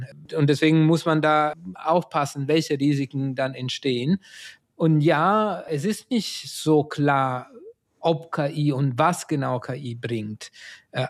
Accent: Italy; moved away; Also als Italiener habe ich immer gedacht, dass die Deutsche technikaffin sind

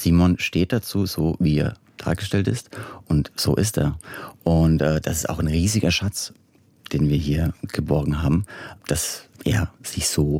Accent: Austria; now in Berlin, Germany; also ich komme aus Österreich, also aus einer patriarchal geprägten, ne, christsozialen Welt

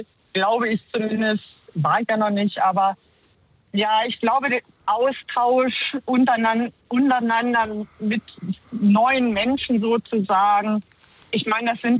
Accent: Hamburg, Germany; also ich komme ja aus Hamburg und ich bin auch nicht beim Hafengeburtstag oder so dabei.

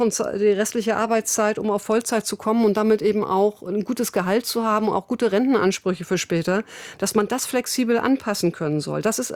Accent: Schleswig-Holstein, Germany; ich komme aus Schleswig-Holstein, da haben wir den Rechtsanspruch auf Ganztagskinderbetreuung

